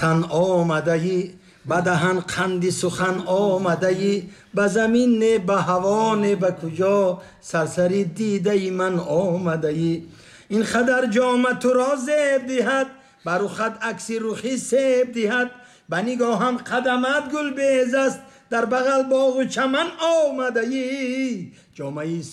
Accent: Khorugh, Gorno-Badakhshan, Tajikistan; من همین خاروق هستم گفتم مادر من همین خاروق برای من … من بدخشانی هستم

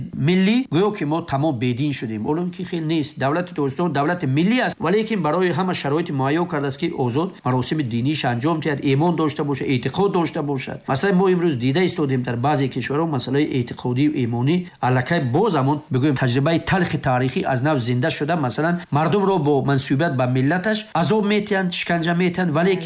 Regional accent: Tajikistan

